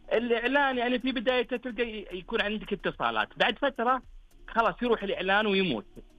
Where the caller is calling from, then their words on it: Riyadh, Riyadh Province, Saudi Arabia; من الرياض